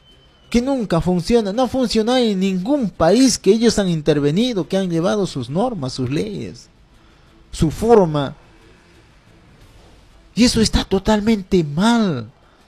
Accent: Peru; nosotros como peruanos

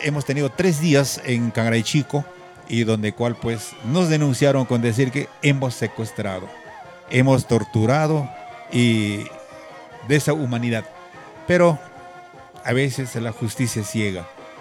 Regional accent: Marián, Ancash, Peru; Soy de Marián, soy de centro poblado de Marián, soy hijo de un campesino

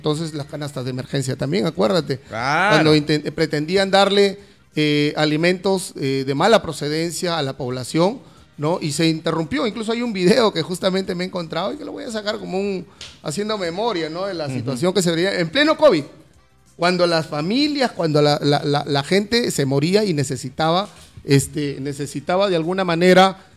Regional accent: Olmos, Lambayeque, Peru; primera vez que participo en mi distrito, uh-huh, en mi terruño, en mi tierra

